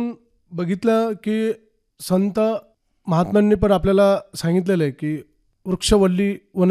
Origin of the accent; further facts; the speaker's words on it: Maharashtra, India; मी मूळचा नखाते हदगाव तालुका पाथरी इथून असून